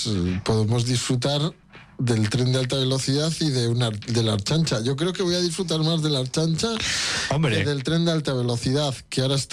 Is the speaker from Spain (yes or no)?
yes; Basque Country, Spain; para nosotros, como vascos